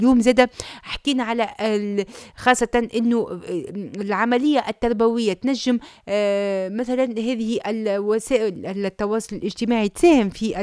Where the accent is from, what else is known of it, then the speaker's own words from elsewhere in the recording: Tunisia; اللي وظفناه احنا كمجتمع تونسي بطريقة خاطئة.